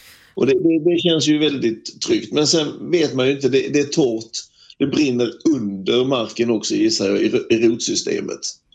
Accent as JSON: {"language": "Swedish", "country": "Sweden", "lives_now": "Serradilla, Spain", "said": "nu är jag hemma i Sverige för tillfället, men jag snackar ju med mina grannar där i Serradilla minst en gång om dagen, gärna 2."}